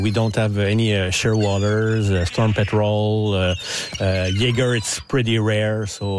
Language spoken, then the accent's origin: English; Montreal, Quebec, Canada; I'm from Montreal.